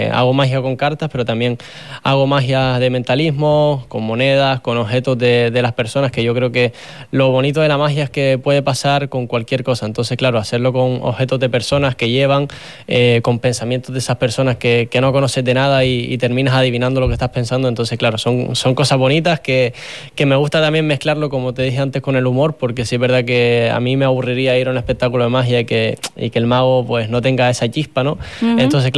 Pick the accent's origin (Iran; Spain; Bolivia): Spain; Puerto del Rosario, Canary Islands; tengo 22 añitos, soy de aquí de Fuerteventura, de Puerto